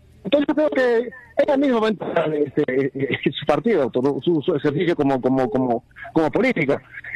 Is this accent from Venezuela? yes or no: no; Peru; born there; Porque nací acá en el Perú.